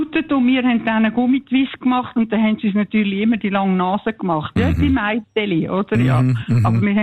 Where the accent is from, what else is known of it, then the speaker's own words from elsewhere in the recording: Lucerne, Switzerland; now in Emmetten, Switzerland; ich bin in Luzern aufgewachsen und bin im Meinhof-Schulhaus in der Schule.